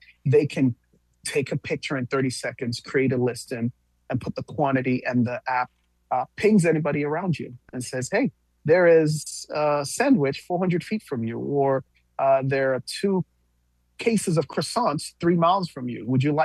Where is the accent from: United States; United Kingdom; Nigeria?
Nigeria; I'm Nigerian. I visit Nigeria a lot.